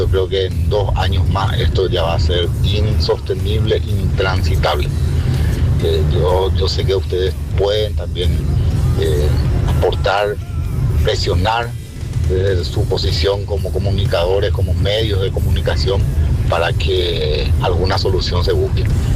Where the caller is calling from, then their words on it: Luque, Central, Paraguay; Yo vivo en Luque y estoy en un barrio que está a 5 kilómetros del centro de Luque